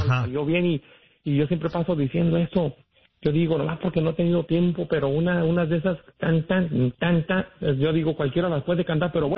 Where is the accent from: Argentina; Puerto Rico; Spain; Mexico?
Mexico; Yo sé en el lugar que estamos los mexicanos.